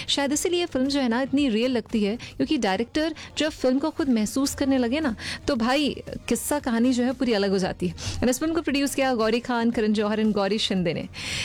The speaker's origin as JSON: {"language": "Hindi", "region": "Chhattisgarh", "country": "India", "said": "हम छत्तीसगढ़ से हैं तो ये बात सुनकर बहुत अच्छा लगा"}